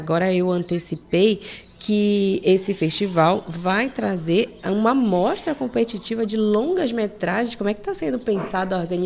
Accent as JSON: {"language": "Portuguese", "region": "Amazon", "country": "Brazil", "said": "esse sentimento de pertencimento enquanto amazônida que somos."}